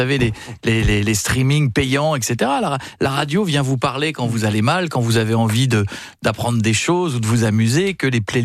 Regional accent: Hauts-de-France, France; born there; Je suis né dans l'Aisne.

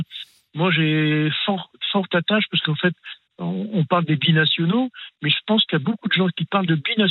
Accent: Tourcoing, Hauts-de-France, France; born there; Je suis né en France.

